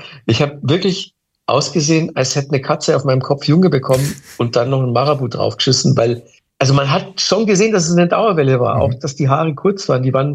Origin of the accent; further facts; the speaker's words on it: Manching, Bavaria, Germany; Und mein Onkel Hans ist ja Friseur in Manching, wo ich aufgewachsen bin.